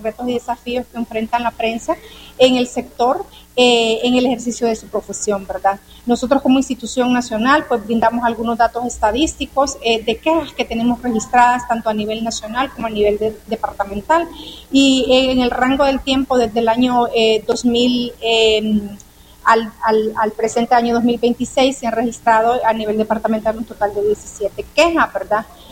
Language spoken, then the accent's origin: Spanish; Honduras; como hondureños y hondureñas.